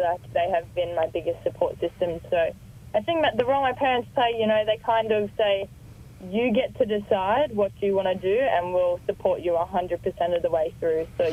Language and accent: English; Sydney, New South Wales, Australia; I've lived in Epping for most of my life.